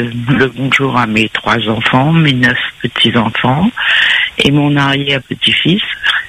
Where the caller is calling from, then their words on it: Saint-Louis, Réunion; je suis sur le Plat